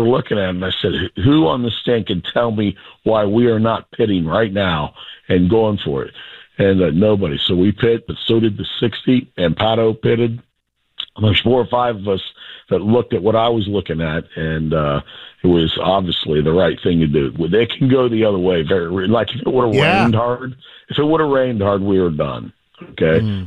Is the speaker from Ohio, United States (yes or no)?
yes; Gahanna, Ohio, United States; You know, I grew up in Gahanna, and, you know, during high school and way before that, actually in Mid-Ohio